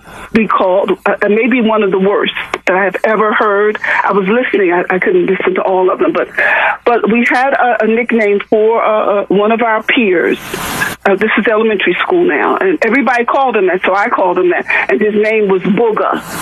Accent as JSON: {"language": "English", "town": "Philadelphia", "region": "Pennsylvania", "country": "United States", "tie": "born or raised there", "also_born_or_lived": "Manhattan, New York", "said": "I'm from North Philly."}